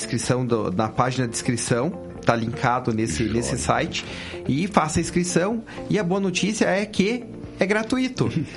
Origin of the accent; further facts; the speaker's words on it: Guarapuava, Paraná, Brazil; Na minha infância, eu sou de Guarapuava